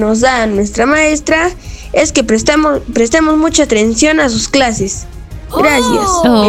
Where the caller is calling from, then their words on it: Arequipa, Peru; Desde Arequipa.